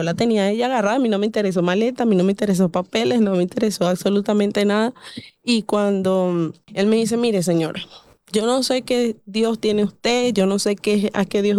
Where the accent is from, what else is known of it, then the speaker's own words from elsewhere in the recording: Venezuela; now in Colombia; para mí Colombia es mi segundo hogar. No me siento ya ahorita en estos 9 años, si hay cosas que extraño de mi tierra